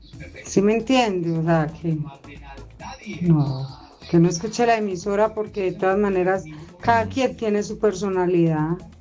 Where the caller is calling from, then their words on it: Duitama, Boyacá, Colombia; Hablo desde Duitama, Boyacá.